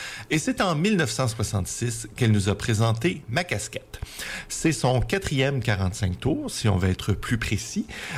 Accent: Matapédia Valley, Quebec, Canada; moved away; Je viens de la vallée de la Matapédia, c'est entre le Bas-Saint-Laurent et la Gaspésie

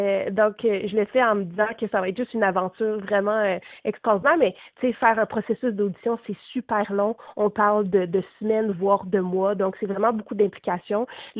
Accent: Ottawa, Ontario, Canada; j'étais née à Ottawa puis j'ai grandi à Ottawa

